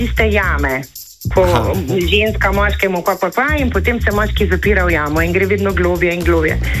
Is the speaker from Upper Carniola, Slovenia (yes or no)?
no; Dobrna, Savinja, Slovenia; Jaz sem iz Dobrne.